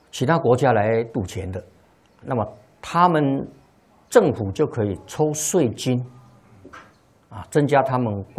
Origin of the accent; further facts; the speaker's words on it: China; 在我们中国人心目当中啊，你开赌场啊总是不好的、不道德的。